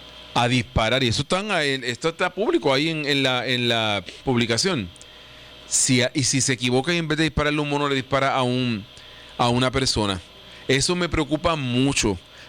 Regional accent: Puerto Rico; como puertorriqueños, elegimos todos.

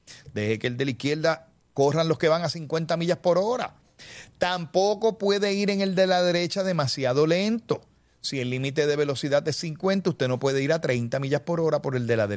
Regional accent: Puerto Rico

